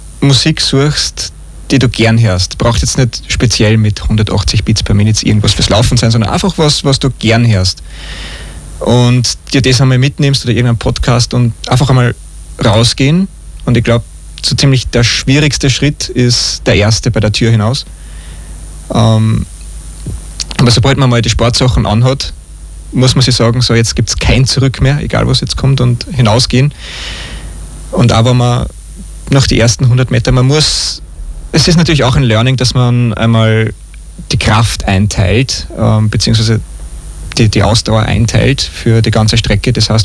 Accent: Asperhofen, Lower Austria, Austria; Und danach geht es weiter mit dem Lauf in meiner Heimatgemeinde in Asperhofen, auf dem Buchberg.

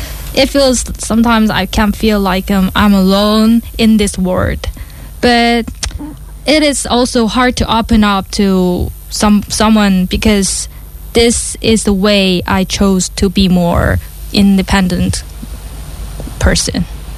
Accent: South Korea; English is a second language; now in Europe

